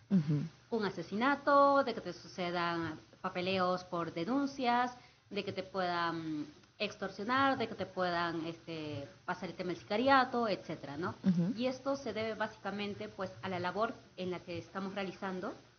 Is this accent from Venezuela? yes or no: no; Huánuco, Peru; moved away; Buenos días, Huánuco, un gusto de estar nuevamente en mi tierra